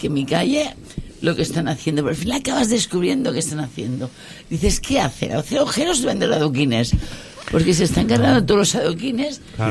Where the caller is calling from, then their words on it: Barcelona, Catalonia, Spain; Yo soy de Barcelona.